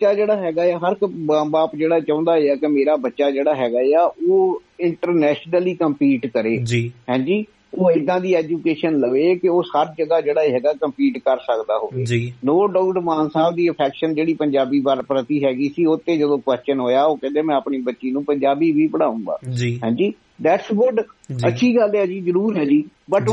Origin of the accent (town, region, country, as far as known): Punjab, India